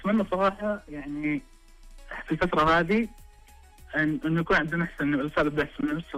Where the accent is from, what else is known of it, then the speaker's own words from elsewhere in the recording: Saudi Arabia; احنا يعني كسعودي